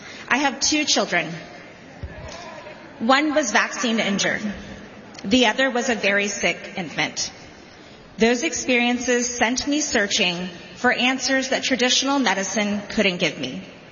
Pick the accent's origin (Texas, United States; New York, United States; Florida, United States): Texas, United States; Dallas; And I didn't have to travel far to get here, as I grew up right here in Dallas.